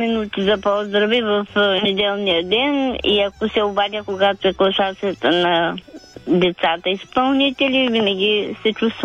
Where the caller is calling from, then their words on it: Veliko Tarnovo Province, Bulgaria; полски синовец, Велико Търновско съм.